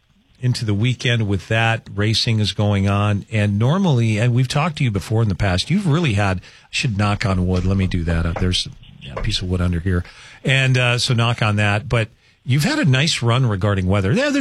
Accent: Rugby, North Dakota, United States; moved away; I am from Rugby Town.

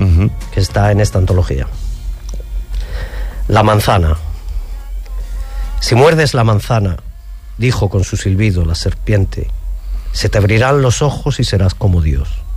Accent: Asturias, Spain; now in Huelva, Spain

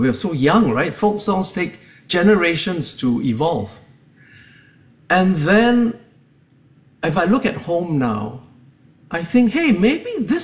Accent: Singapore; Singlish.

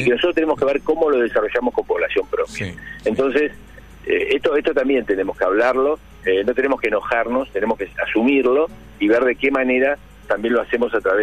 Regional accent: Buenos Aires Province, Argentina; ¿Por qué en el interior a los bonaerenses nos ven tanto como porteños?

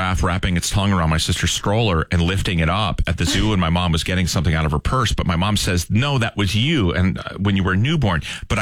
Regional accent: Northeast, United States; I'm from the Northeast. And as a little kid, there was a place called Howard Johnson's.

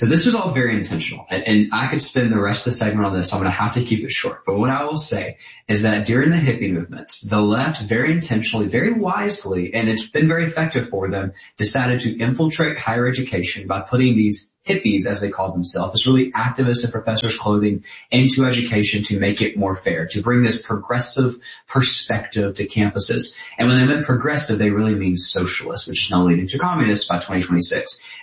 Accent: Alabama, United States; my home state of Alabama.

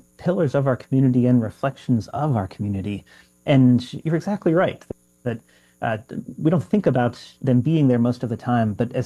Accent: North Carolina, United States; I worked in a hospital in my hometown in North Carolina.

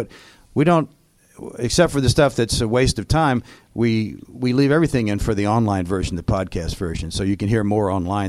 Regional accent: Dallas, Texas, United States; moved away as an adult; also born or lived in New York City / Los Angeles; now in West Virginia, United States; I was born and raised in Dallas. And I left when I was 18, though. I never went back after that.

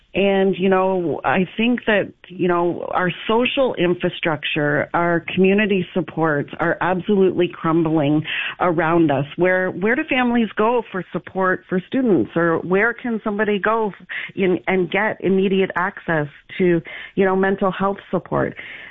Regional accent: Windsor, Ontario, Canada; And right now, I come from Windsor. I'm from the Greater Essex County District School Board.

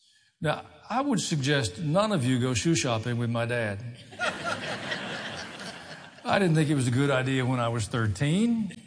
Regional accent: Tennessee, United States; I grew up in Middle Tennessee. Most of you know that.

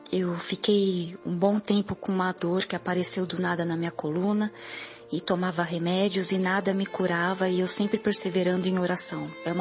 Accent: Santo André, São Paulo, Brazil; eu sou de Santo André.

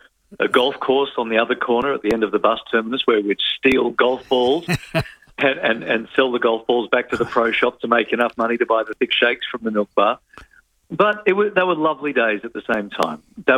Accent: Sydney, New South Wales, Australia; also born or lived in Melbourne; I was born in Melbourne. And then when Dad's post had finished down there a few months later, we all sort of, got on the train and came back to Sydney.

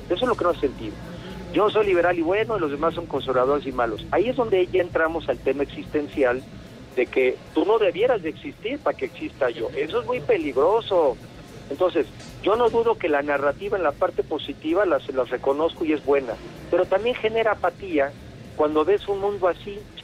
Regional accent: Mexico; no es así como los mexicanos vamos a resolver nuestros problemas

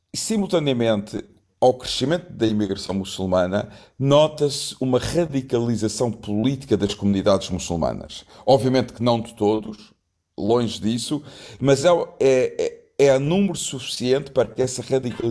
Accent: Portugal; now in United Kingdom; eu sou imigrante no Reino Unido, não sou outra coisa senão imigrante. Sou português, graças a Deus, nem deixarei de ser, mas sou imigrante no Reino Unido.

